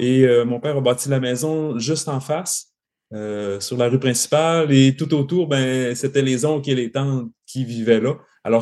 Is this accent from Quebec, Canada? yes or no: yes; Saint-Prime, Quebec, Canada; je suis originaire de Saint-Prime, un petit village du lac Saint-Jean, un petit village agricole de campagne situé entre Roberval et Saint-Félicien.